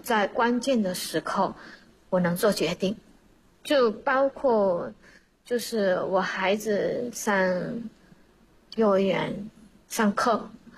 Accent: Chaozhou, Guangdong, China; 我们潮州人就会买很多东西。我记得小时候，像那些方便面呢，对于我童年的时候是比较稀奇的

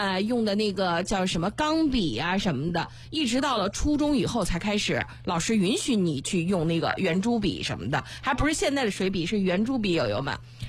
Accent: China; 我是在这个煤建路上长大的

